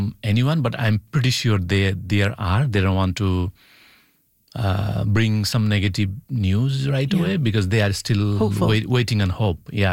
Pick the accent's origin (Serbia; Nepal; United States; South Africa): Nepal; now in Canada; As a Nepalese Canadian, I'm Canadian too.